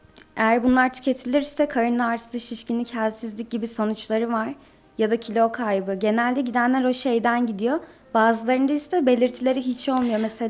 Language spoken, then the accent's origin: Turkish; Ankara, Turkey; Aslında Malatyalıyım, doğma büyüme Ankaralıyım. Şu anda radyo televizyon öğrencisiyim, 18 yaşındayım.